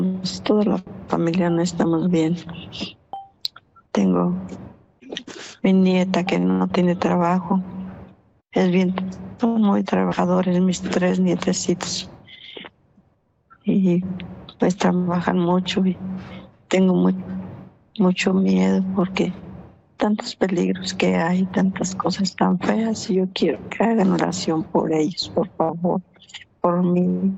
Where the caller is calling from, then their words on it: Michoacán, Mexico; De Michoacán, joven.